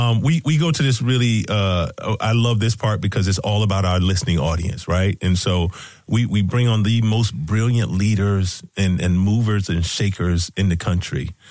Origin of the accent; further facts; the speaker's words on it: the South, United States; accent: southern; You're bringing my southern accent out, man.